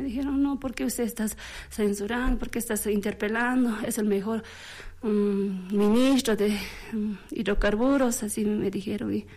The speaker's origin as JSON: {"language": "Spanish", "region": "Potosí", "country": "Bolivia", "said": "Yo la única soy de Potosí."}